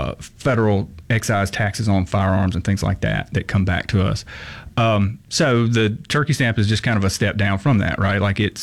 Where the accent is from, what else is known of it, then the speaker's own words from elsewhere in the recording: United States; So I'm from Lawrence County. I tell people all the time, you know, Lawrence County to this day has like one red light in the whole county, you know. So I grew up in a really rural place.